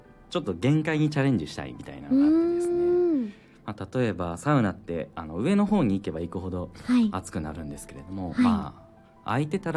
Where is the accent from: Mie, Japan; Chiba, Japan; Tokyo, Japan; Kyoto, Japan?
Mie, Japan; moved away; 僕は厳密に言うと三重なんですよね